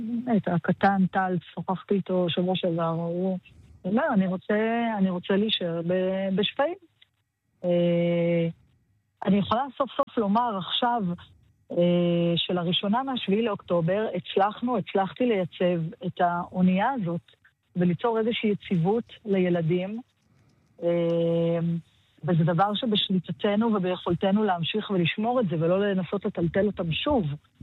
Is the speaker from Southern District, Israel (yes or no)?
yes; Southern District, Israel; הדרום והעוטף שם נולדתי, גדלתי, כאן במשפחה, זה הכל היה ברור